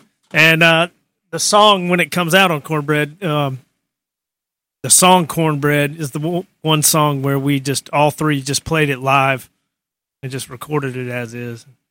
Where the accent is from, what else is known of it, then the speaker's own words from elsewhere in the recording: Jamestown, North Carolina, United States; So I moved from Greensboro area of North Carolina, Jamestown to be specific. Or even High Point, all those areas, to Carolina Beach to go to UNC Wilmington